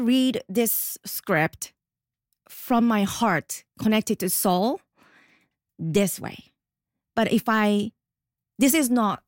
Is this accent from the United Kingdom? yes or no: no; Japan; English is a second language; moved away as an adult; now in Toronto, Canada; I'm from Japan. When I came here for the first time, like many years ago, I couldn't speak English well.